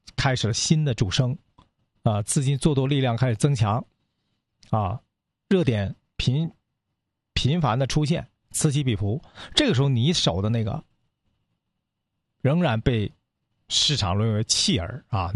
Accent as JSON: {"language": "Chinese", "region": "Northeast China", "country": "China", "said": "咱们东北这边这旮瘩的朋友们啊"}